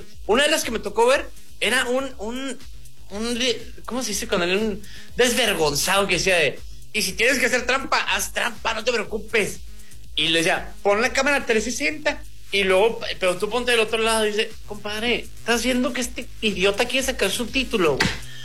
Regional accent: Mexico; Yo soy mexicano y yo acepto mi realidad.

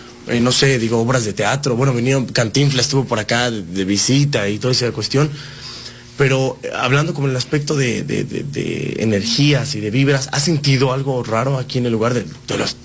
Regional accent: Aguascalientes, Mexico; de nuestra ciudad, de nuestro Aguascalientes

